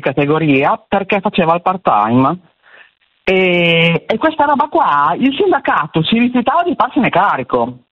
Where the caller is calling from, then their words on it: Bologna, Emilia-Romagna, Italy; Io sono di Bologna